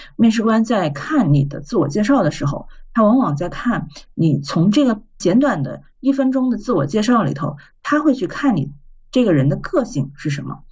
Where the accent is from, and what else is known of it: China